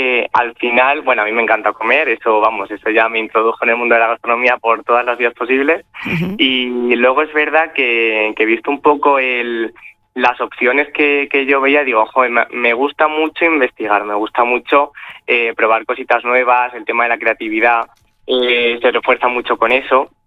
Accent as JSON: {"language": "Spanish", "region": "Extremadura", "country": "Spain", "said": "Extremadura por las ferias a las que vamos, por lo que nos vamos moviendo, voy conociendo cosas que yo no conocía de mi tierra."}